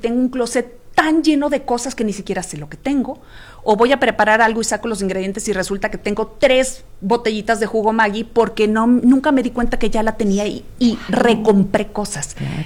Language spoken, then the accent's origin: Spanish; Sonora, Mexico; Norteña, al final de cuentas norteña, soy de Sonora.